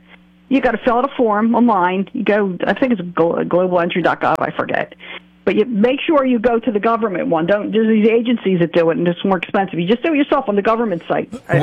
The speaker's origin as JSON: {"language": "English", "region": "New Jersey", "country": "United States", "said": "I'm from Jersey, yeah, mm-hmm, with this accent."}